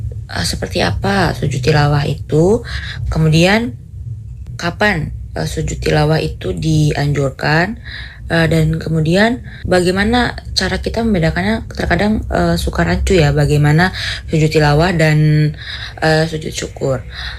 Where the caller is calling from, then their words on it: Lombok, West Nusa Tenggara, Indonesia; Saya berasal dari Lombok.